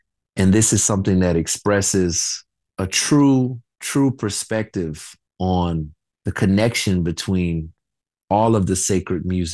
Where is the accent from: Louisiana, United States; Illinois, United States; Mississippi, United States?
Louisiana, United States; Kenner; You know, I'm a kid from Kenner, Louisiana, who grew up in a musical family and a musical environment. And then I went to Juilliard